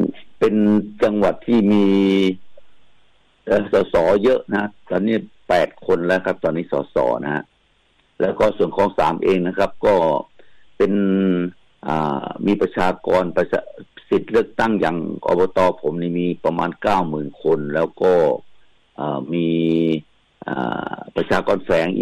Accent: Seka, Bueng Kan, Thailand; born there; also born or lived in Bangkok; คือผมเกิดอยู่ที่อำเภอเสกานะครับวังพญานาคครับนะจังหวัดบึงกาฬนะครับแล้วก็มาเรียนหนังสือเรียนรามที่กรุงเทพนะฮะ

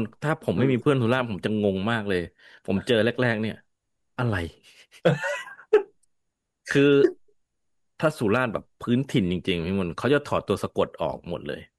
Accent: Southern Thailand, Thailand; moved away; ผมเกิดและโตที่ใต้

